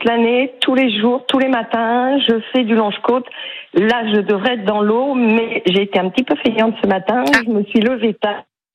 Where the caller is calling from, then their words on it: Le Grau-d'Agde, Occitanie, France; Oui, non, ben, j'habite au Gros. Donc, au Gros, je suis à 400 mètres.